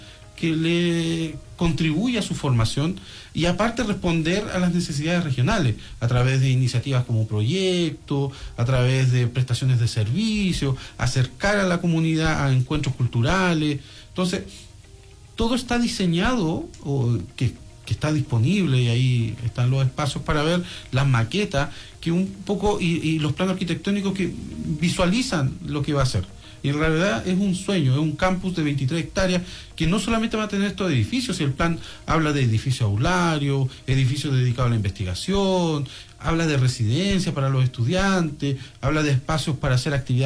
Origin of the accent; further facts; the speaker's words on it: Coyhaique, Aysén, Chile; aquellos que somos de Coyhaique